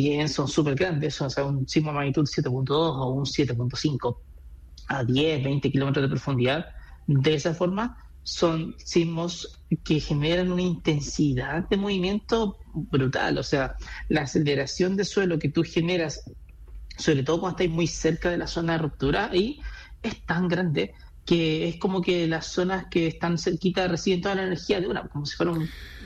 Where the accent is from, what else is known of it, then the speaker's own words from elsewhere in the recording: Chile; Yo creo que aquí se nos sale esta cuestión de que somos chilenos.